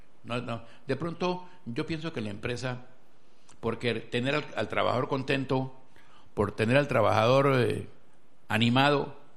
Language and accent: Spanish; Colombia; also born or lived in Ecuador; yo, no siendo ecuatoriano, siendo colombiano